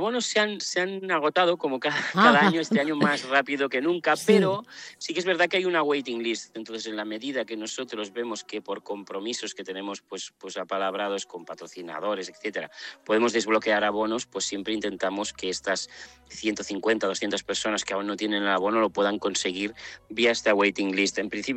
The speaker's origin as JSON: {"language": "Spanish", "town": "Vilanova i la Geltrú", "region": "Catalonia", "country": "Spain", "tie": "born or raised there", "said": "nosotros somos de Vilanova y la Geltrú. Crecimos en Vilanova y la Geltrú y nos encanta hacer festivales en nuestra ciudad."}